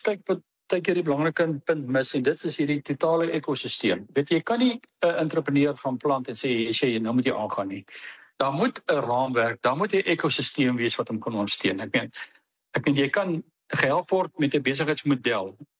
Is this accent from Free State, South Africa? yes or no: no; George, Western Cape, South Africa; in my area waar ek vandaan kom, hoeveel gemeenskapsale is daar? Ek dink as 'n stuk of 14 gemeenskapsale reg oor die breër George area.